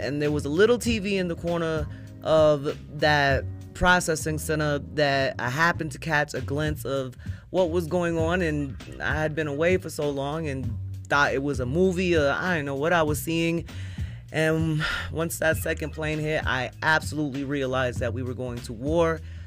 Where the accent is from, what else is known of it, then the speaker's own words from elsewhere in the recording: New York, United States; So today, as a New Yorker, my hat's off to all the first responders